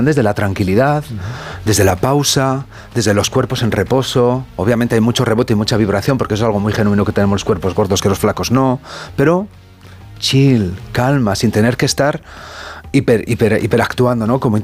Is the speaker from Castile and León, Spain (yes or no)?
yes; Valladolid, Castile and León, Spain; yo soy castellano, sí. De Valladolid.